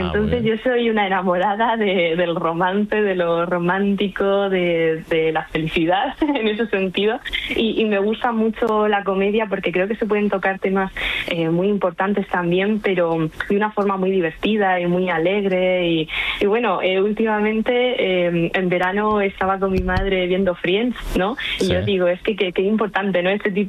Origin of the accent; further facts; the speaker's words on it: Region of Murcia, Spain; moved away as an adult; also born or lived in Madrid; mi productora es murciana, mi familia la tengo toda en Murcia. En Madrid, pues sigo teniendo un piso